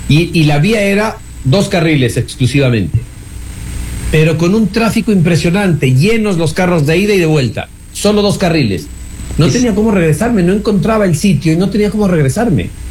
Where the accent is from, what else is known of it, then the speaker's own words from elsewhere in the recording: Quito, Pichincha, Ecuador; Como decimos acá en Quito